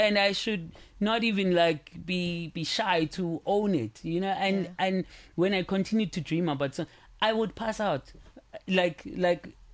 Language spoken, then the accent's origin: English; Johannesburg, Gauteng, South Africa; born or raised there